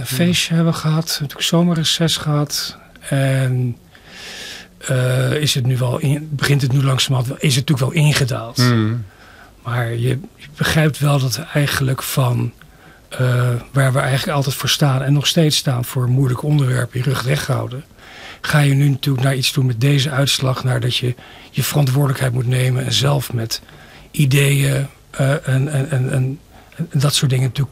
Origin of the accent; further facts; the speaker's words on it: The Hague, South Holland, Netherlands; now in Veldhoek, Netherlands; Nou, ik woon dus in Veldhoek. Woon ik samen met mijn vrouw. Ik woon er sinds, even kijken, 2014. Daarvoor kwam ik oorspronkelijk uit Den Haag.